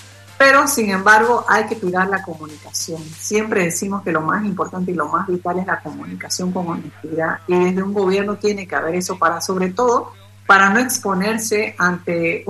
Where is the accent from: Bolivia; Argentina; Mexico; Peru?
Bolivia